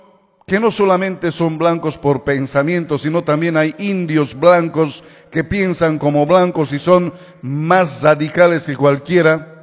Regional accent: Bolivia; como buenos bolivianos, hoy le rendimos homenaje a nuestra patria Bolivia.

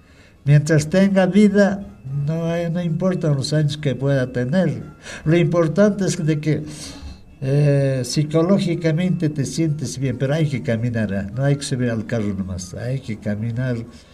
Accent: Acomayo, Cusco, Peru; moved away; Ahí está mi tierra, mi santa tierra, mi Acomay.

